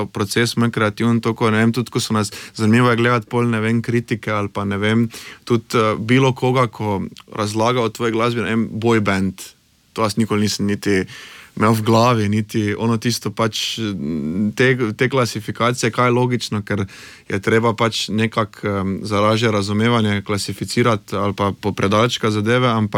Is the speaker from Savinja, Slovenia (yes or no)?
no; Maribor, Drava, Slovenia; jaz sem Mariborčan, pa sem imel skozi celo kariero neprimerno več nastopov v Ljubljani